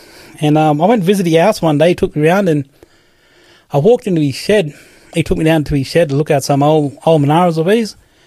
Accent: Bellbrook, New South Wales, Australia; now in Sydney, Australia; Well, I'm currently living in Sydney at the moment, but I'm originally from Bellbrook, a little community called Bellbrook, the Thungari tribe.

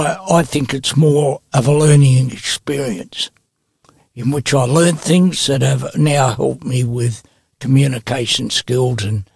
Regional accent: Newcastle, New South Wales, Australia; born there; I was born in Newcastle, New South Wales, the cold centre of the Hunter Valley.

